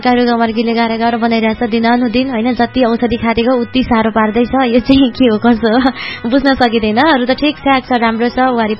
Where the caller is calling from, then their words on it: Dharmadevi, Koshi Province, Nepal; हजुर, धर्मदेवी नगरपालिका 4 मामलिङबाट … बोल्दै हुनुहुन्छ।